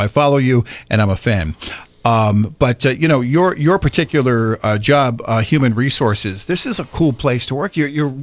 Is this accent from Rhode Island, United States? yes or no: yes; Coventry, Rhode Island, United States; I grew up in Coventry, Rhode Island